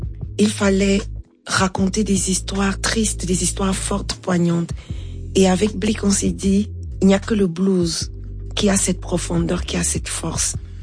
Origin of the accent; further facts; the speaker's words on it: Cameroon; Chez les Béti, chez nous, au Cameroun, on va dire le nkoul.